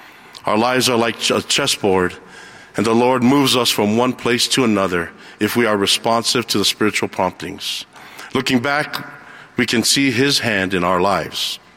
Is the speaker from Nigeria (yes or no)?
no; Laie, Hawaii, United States; born there; also born or lived in Nuku'alofa, Tonga; I was born in Nuku'alofa, Tonga. Months after my birth, our family moved to Laie, Hawaii